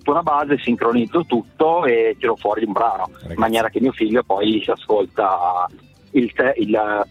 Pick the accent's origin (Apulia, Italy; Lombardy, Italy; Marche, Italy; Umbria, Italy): Lombardy, Italy; Milan; moved away as an adult; now in Turin, Italy; nato e cresciuto a Milano e poi ho girato per l'Europa per lavoro e mi sono trasferito per amore qua a Torino.